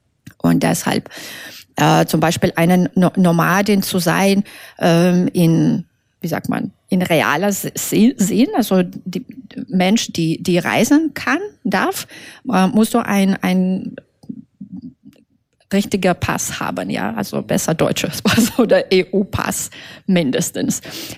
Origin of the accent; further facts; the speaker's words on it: Belarus; first language Russian; German is a second language; meine erste Sprache war russische Sprache, ja, obwohl wir sind alle bilingue in Belarus, aber ich würde nie sagen, dass meine Muttersprache ist Russisch.